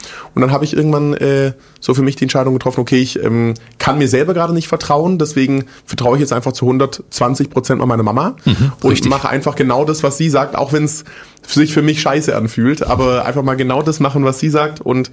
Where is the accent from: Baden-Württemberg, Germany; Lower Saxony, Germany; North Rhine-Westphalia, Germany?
Baden-Württemberg, Germany; Großbottwar; also born or lived in Stuttgart / Frankfurt; Ich bin mit allem drum und dran, glaube ich, der Vorzeigeschwabe. Genau. Ich bin in Stuttgart geboren, bin in so einem Kaff aufgewachsen, das heißt Großbottwar.